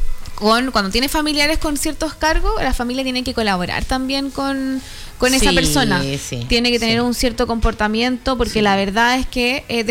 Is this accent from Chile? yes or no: yes; San Felipe, Valparaíso, Chile; Yo que soy del centro de San Felipe